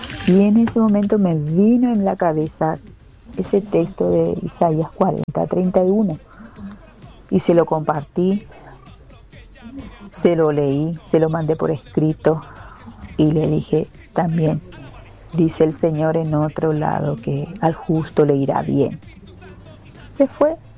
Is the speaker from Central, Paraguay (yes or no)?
yes; Itauguá, Central, Paraguay